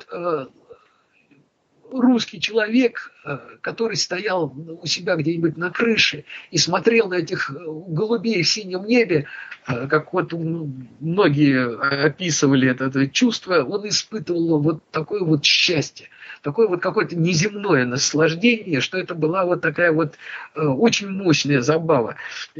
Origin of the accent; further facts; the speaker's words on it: Moscow, Russia; я же старенький, да? Мне 60 лет, поэтому я застал еще вот такую Москву с голубятнями. Я помню свое детство, я вырос на Арбате.